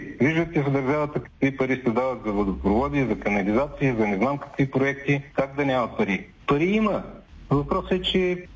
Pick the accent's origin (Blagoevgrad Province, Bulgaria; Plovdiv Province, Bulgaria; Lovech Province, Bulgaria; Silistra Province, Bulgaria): Silistra Province, Bulgaria; Dulovo; Аз съм жител на някакво село, аз съм от Дулово